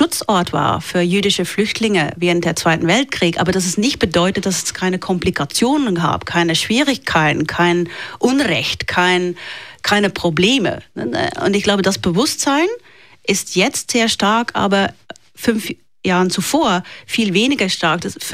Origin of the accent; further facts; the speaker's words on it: Belgium; also born or lived in Netherlands; now in Switzerland; In Belgien haben wir uns vor allem